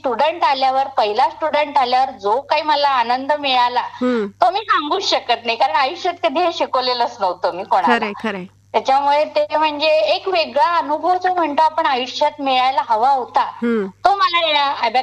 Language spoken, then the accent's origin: Marathi; Akola, Maharashtra, India; born or raised there; also born or lived in Mumbai